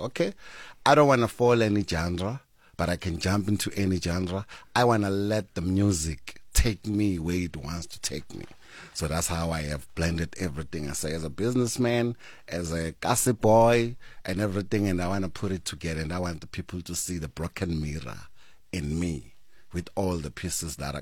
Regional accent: Katlehong, Gauteng, South Africa; You know, when you grow up in the township, sometimes I grow up, I'm coming from Katlehong, where I come from, where Questa is coming from.

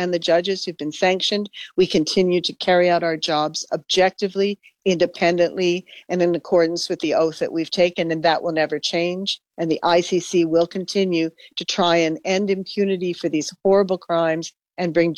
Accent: Canada; now in Netherlands; Services that banks have agreed to provide me here in the Netherlands and in my home country in Canada.

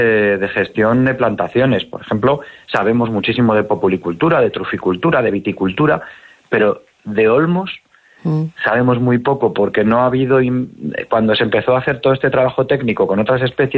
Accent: Soria, Castile and León, Spain; estoy yo, que soy soriano, aunque mi empresa está en Burgos, pero yo trabajo en todo el territorio y soy de Soria.

